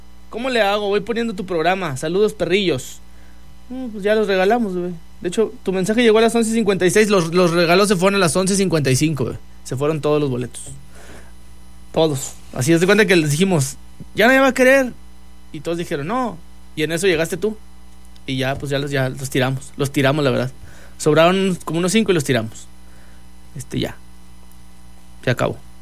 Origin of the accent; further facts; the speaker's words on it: Andalusia, Spain; aquí somos españoles, Manolo, aquí somos españoles. Aquí no andamos a medias tintas. Aquí somos españoles, andaluces.